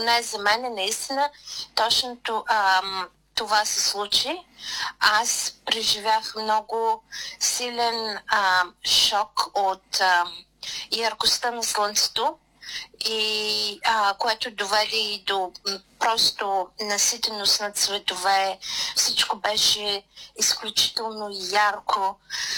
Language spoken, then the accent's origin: Bulgarian; Plovdiv, Plovdiv Province, Bulgaria; moved away as an adult; now in Australia